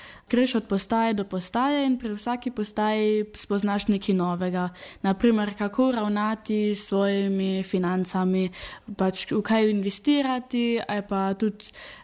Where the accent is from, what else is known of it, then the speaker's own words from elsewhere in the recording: Bleiburg, Carinthia, Austria; iz Pliberka.